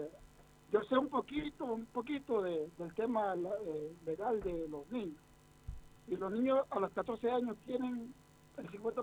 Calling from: Quilpué, Valparaíso, Chile; Me llamo desde la linda ciudad de Quilpué.

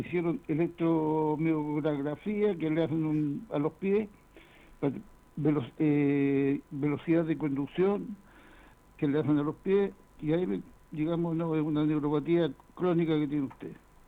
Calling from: Viña del Mar, Valparaíso, Chile; De aquí de Villa Dulce.

